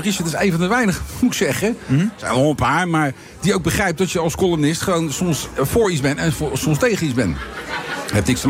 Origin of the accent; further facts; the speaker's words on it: The Hague, South Holland, Netherlands; Dat is mijn USP, hè, de Haag.